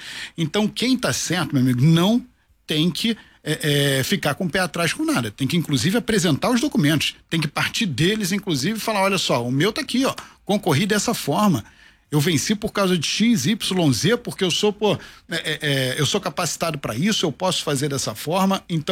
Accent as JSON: {"language": "Portuguese", "region": "Rio de Janeiro", "country": "Brazil", "said": "como morador do Rio de Janeiro, como carioca, como apaixonado por essa cidade."}